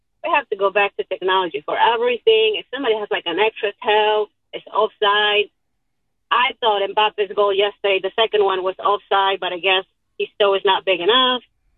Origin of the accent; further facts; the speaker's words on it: Peru; now in Amityville, United States; born and raised in Peru